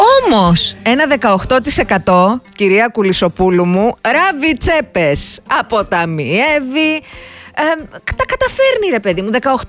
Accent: Kounos, Peloponnese, Greece; Στο χωριό μου αυτό, στον Κούνο Λακωνίας

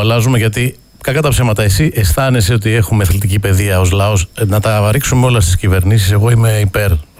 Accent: Greece; εμείς ως Έλληνες πολίτες

